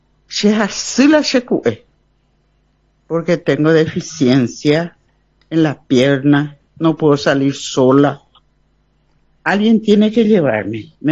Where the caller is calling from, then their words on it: Ponta Porã, Mato Grosso do Sul, Brazil; yo vivo en Punta Porá, pero mi corazón es liberal.